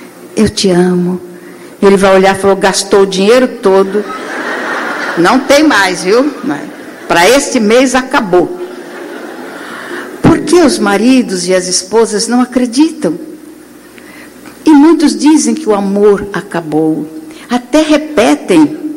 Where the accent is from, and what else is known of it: Mato Grosso, Brazil; born or raised there